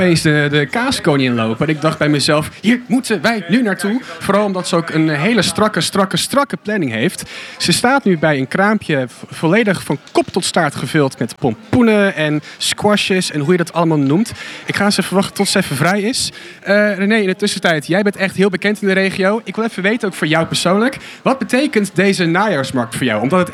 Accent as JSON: {"language": "Dutch", "town": "Gouda", "region": "South Holland", "country": "Netherlands", "tie": "born there", "said": "ik ben geboren in Gouda."}